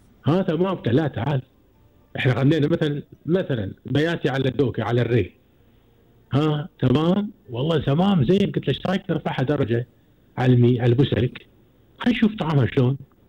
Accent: Kuwait; عندنا في الكويت

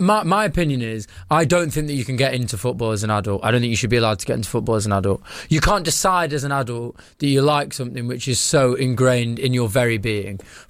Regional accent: Manchester, North West England, United Kingdom; I'm from Manchester. I was brought up loving Manchester City.

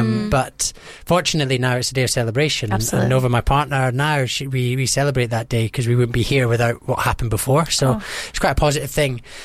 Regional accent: Scotland, United Kingdom; I'm from Scotland, so there is a bit of cultural differences as well

